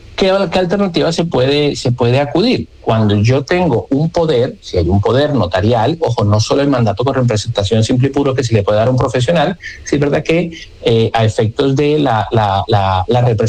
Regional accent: Colombia; now in Spain; las personas que somos de origen colombiano podemos pedir a Migración Colombia un certificado de movimientos migratorios.

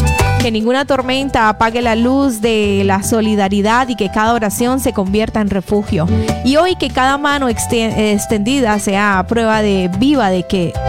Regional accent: Colombia; moved away; nos convoca como colombianos

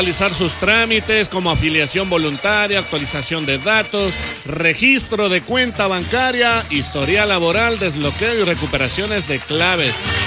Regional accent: Ecuador

